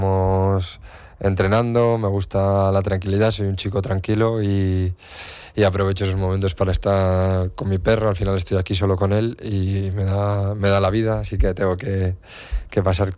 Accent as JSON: {"language": "Spanish", "town": "San Sebastián", "region": "Basque Country", "country": "Spain", "moved": "as an adult", "lives_now": "Almería, Spain", "said": "yo soy un hombre de costa, vengo de San Sebastián, de una ciudad preciosa y espectacular, y la ciudad no la conozco mucho aún, yo vivo a las afueras"}